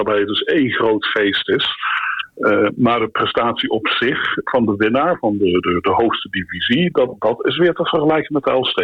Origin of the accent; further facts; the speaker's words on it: Nijmegen, Gelderland, Netherlands; Toen ik opgroeide in Nijmegen was het één groot feest.